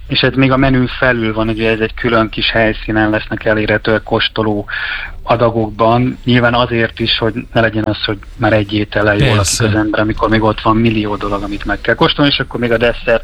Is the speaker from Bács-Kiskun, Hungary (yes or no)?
yes; Baja, Bács-Kiskun, Hungary; mert bajai vagyok